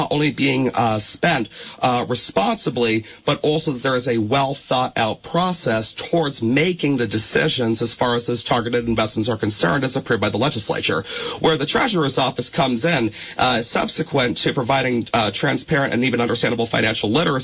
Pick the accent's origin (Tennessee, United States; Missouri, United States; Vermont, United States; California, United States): Vermont, United States; Rutland; My very first one was recorded at Peg TV of Rutland City, of all places, my hometown of Rutland County.